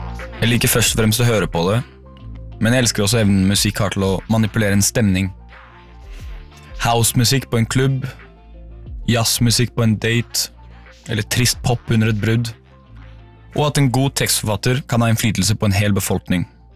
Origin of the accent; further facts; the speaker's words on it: Oslo, Norway; jeg er fra Oslo Øst, ga det meg en slags underdog-mentalitet. Oslo Vest hadde mest penger, mest makt. Jeg vokste opp i et møblert hjem med ressurssterke foreldre